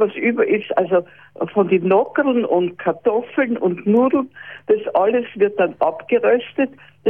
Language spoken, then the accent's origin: German; Austria; Ich bin ja aus Österreich. Und bei uns gibt es in Wien den Grenadiermarsch.